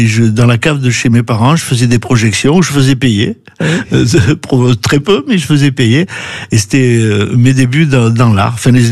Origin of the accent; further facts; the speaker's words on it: Avignon, Provence-Alpes-Côte d'Azur, France; also born or lived in Lyon; mon papa lui était de Lyon, et donc je suis né à Lyon, mais j'ai grandi à Avignon parce que j'étais mieux dans ma famille italienne que dans ma famille lyonnaise.